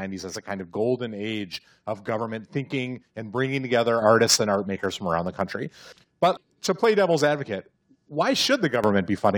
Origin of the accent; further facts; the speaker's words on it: Midwest, United States; accent: Midwestern; Stop making fun of my Midwestern accent.